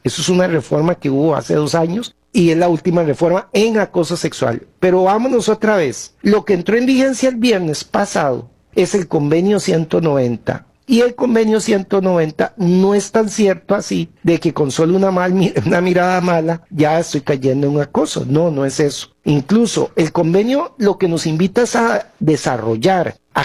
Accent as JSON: {"language": "Spanish", "country": "Costa Rica"}